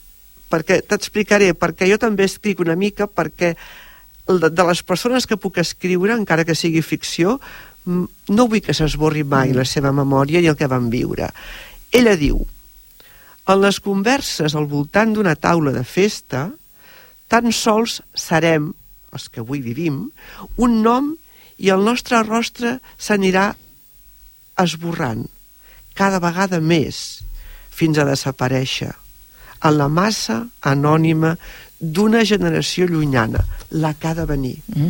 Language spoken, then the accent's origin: Catalan; Sant Boi de Llobregat, Catalonia, Spain; Sant Boi és el meu poble, és la meva ciutat